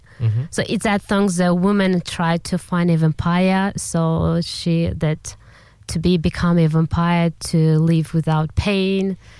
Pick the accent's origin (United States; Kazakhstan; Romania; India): Kazakhstan; English is a second language; moved away as an adult; now in Sydney, Australia; growing up in Kazakhstan gave me a deep appreciation for emotional melodies and storytelling. Our culture has a beautiful traditional music